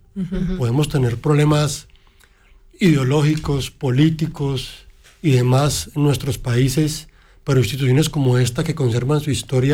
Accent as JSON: {"language": "Spanish", "region": "Coffee Axis", "country": "Colombia", "said": "Yo soy colombiano, soy de una zona del eje cafetero en Colombia, uh-huh, un país que internamente ha sido marcado por temas de violencia, uh-huh, hace mucho tiempo"}